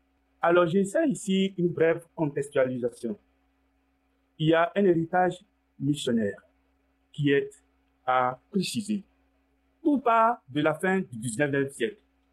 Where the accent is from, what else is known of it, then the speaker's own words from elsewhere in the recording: Côte d’Ivoire; born there; also born or lived in Benin; la Côte d'Ivoire, où je suis né et d'où je viens. Comme rappelé tout à l'heure, je suis béninois. Mon passeport, il est béninois.